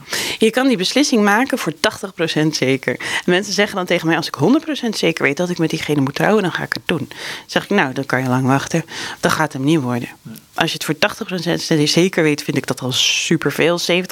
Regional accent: Amsterdam, North Holland, Netherlands; moved away; ik kom uit Amsterdam en daar is het ook heel leuk.

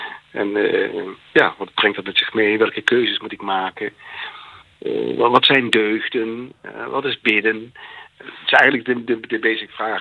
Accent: Oudenbosch, North Brabant, Netherlands; born there; moved away; also born or lived in Enschede / Utrecht / The Hague / Leiden; ik ben een oude Bossenaar. Oude Bos. Kijk eens aan. Mijn geboortegrond.

